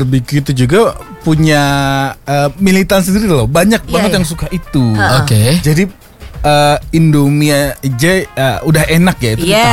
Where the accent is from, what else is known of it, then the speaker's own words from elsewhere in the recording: South Jakarta, Jakarta, Indonesia; Iya, kita kan anak Jaksel ya.